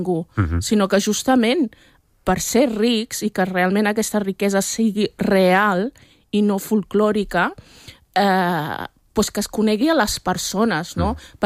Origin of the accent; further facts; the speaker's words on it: Catalonia, Spain; com a catalana